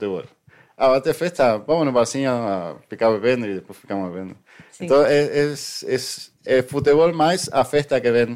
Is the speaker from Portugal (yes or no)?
no; Argentina; Portuguese is a second language; todo brasileiro, quando sabe que eu sou argentino, começa aí, me pelé, Maradona